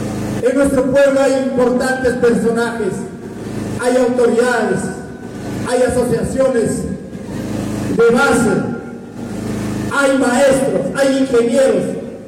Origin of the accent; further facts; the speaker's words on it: Huancabamba, Peru; En mi pueblo de Huancabamba